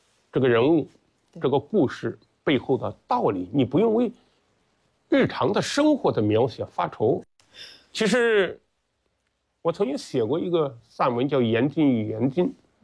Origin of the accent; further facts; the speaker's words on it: Henan, China; 所以我们河南人的话呢，除了幽默，就是心胸也特别的宽广